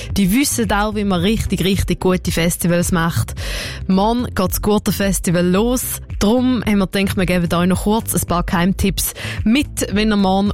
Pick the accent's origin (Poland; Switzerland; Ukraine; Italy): Switzerland; Eastern Switzerland; accent: Eastern Swiss dialect; Ich habe es nicht so gut, logischerweise, mit meinem eckigen Ostschweizer Dialekt